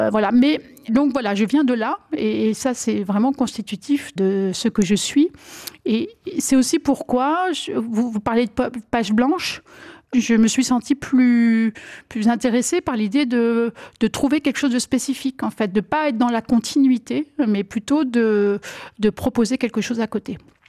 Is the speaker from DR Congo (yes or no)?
no; Grand Est, France; born there; Alors, je suis née dans la Marne. Je suis née dans ce qu'on appelait la Champagne pouilleuse.